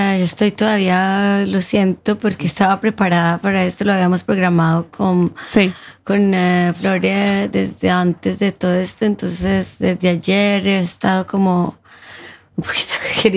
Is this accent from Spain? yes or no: no; Colombia; Yo nunca había estado. Yo soy colombiana, nunca había estado.